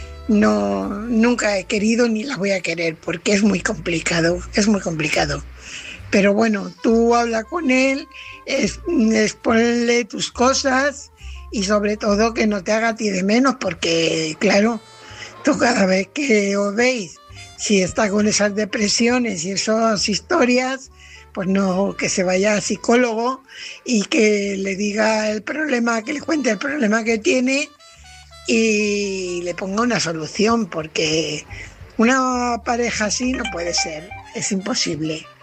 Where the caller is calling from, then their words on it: Fuenlabrada, Community of Madrid, Spain; Hola, buenas noches, Álvaro. … corresponsal de Fuenlabrada.